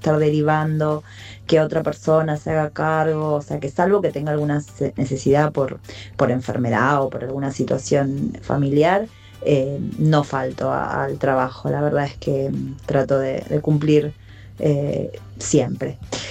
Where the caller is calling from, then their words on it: Buenos Aires, Argentina; escucho Latina desde Balvanera.